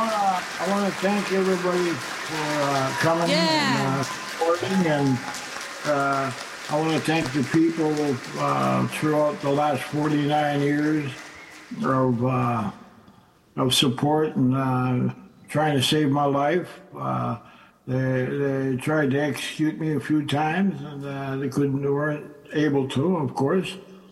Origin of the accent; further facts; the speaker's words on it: North Dakota, United States; I grew up in poverty here on the Turtle Mountain Chippewa Reservation. My mother's a Dakota. She's from Spirit Lake, and we were poor here.